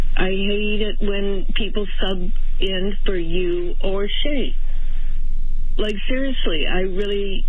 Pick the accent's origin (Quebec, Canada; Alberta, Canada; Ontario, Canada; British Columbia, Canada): Alberta, Canada; Calgary; I'm from Calgary.